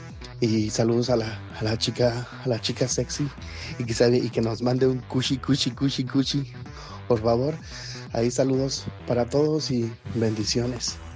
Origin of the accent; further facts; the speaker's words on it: Cuerámaro, Guanajuato, Mexico; Y somos de Cuerámaro, Guanajuato, allá cerquitas de León.